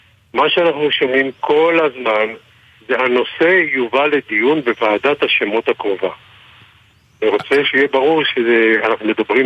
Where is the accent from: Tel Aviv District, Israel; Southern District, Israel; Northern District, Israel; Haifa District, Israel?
Tel Aviv District, Israel; Givatayim; now in Ramat Gan, Israel; כי אנחנו ילידי, בעצם נולדנו בגבעתיים עוד